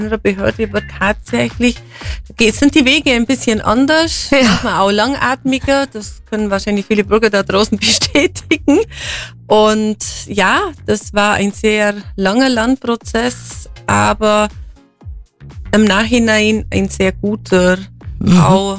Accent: Unteregg, Bavaria, Germany; Ich bin auf dem Dorf aufgewachsen, Untereck bei Dillewang.

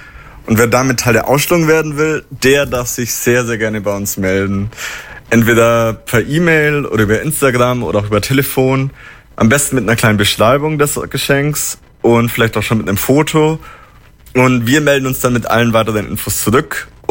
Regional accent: Bavaria, Germany; Ich bin selber ursprünglich Allgäuer.

